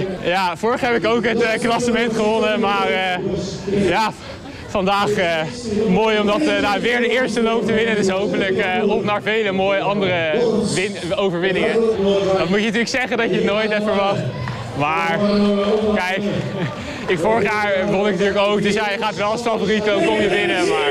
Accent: Voorhout, South Holland, Netherlands; Ik kom uit Voorhout.

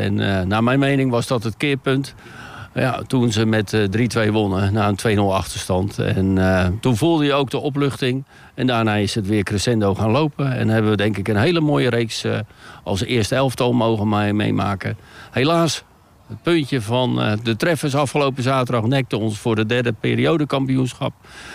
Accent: Rijnsburg, South Holland, Netherlands; also born or lived in Kampen / Katwijk; now in Noordwijk, Netherlands; Ik ben in Rijnsburg opgegroeid. Ik ben niet in Rijnsburg geboren, maar wel een echte ui. En dat is omdat ik in Kampen ben geboren.

